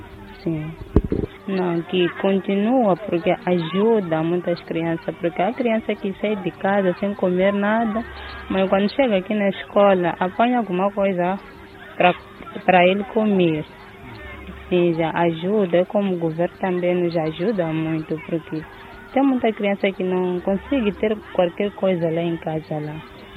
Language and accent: Portuguese; Macaneta, Maputo, Mozambique; sou daqui de Macaneta, Macaneta 2.